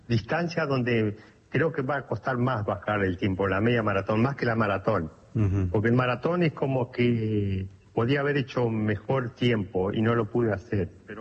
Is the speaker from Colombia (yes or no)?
no; Argentina; moved away; la idea era correr en Argentina, que tuve muy pocas posibilidades de correr en mi país